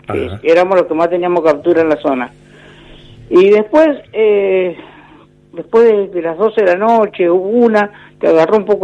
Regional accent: Arroyo Seco, Santa Fe, Argentina; Arroyo Seco, Santa Fe.

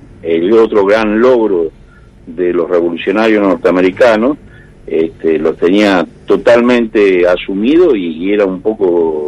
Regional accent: Argentina

